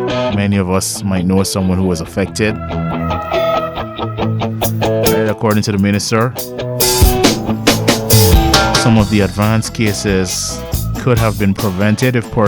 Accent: Guyana; I grew up in Guyana and I could remember the country was always like that.

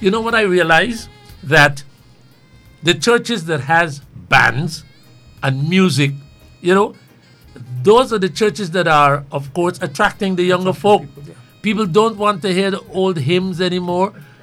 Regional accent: Georgetown, Demerara-Mahaica, Guyana; born there; I was born in Kitty.

